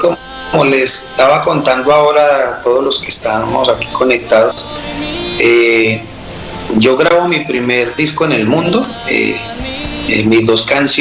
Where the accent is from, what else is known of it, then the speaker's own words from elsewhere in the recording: Alcalá, Valle del Cauca, Colombia; moved away as an adult; now in Cali, Colombia; me dio por venirme de mi tierra natal, Alcalá Valle, a vivir a la capital del Valle.